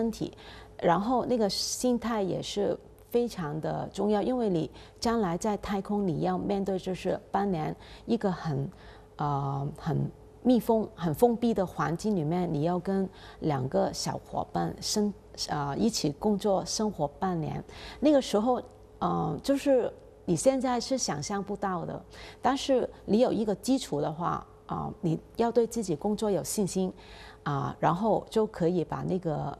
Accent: Hong Kong; 我是来自香港特区的航天员

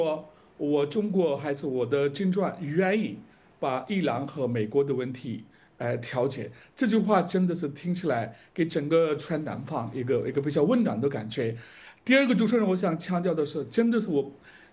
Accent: India; Chinese is a second language; 但是呢，我们印度人特别期待的这段时间是

